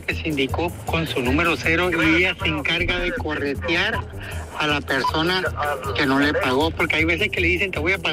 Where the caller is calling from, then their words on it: Mulegé, Baja California Sur, Mexico; en mi pueblo yo soy de Mulegé.